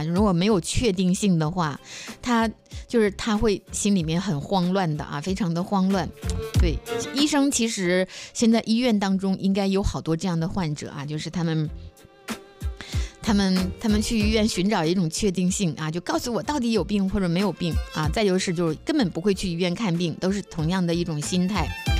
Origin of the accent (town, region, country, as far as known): China